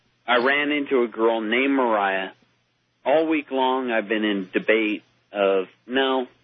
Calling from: Idaho, United States; I'm talking to you from the high desert of southeast Idaho.

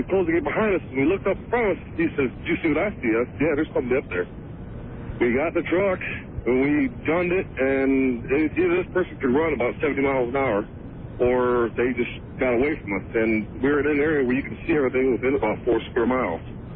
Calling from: Detroit, Michigan, United States; We had it's an old house in Detroit in an old area.

